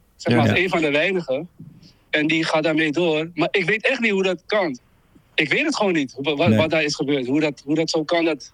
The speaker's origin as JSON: {"language": "Dutch", "country": "Netherlands", "tie": "born or raised there", "said": "ik ben geboren getogen in Nederland, zeg maar. Mijn vader is Surinaams, ja. Mijn moeder is Nederlands."}